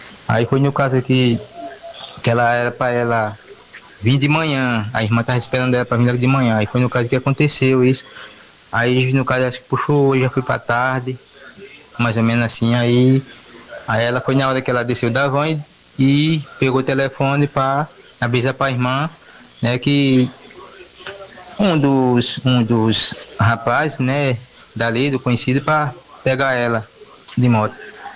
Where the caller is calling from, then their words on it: Alagoas, Brazil; Eu sou daqui de Penedinho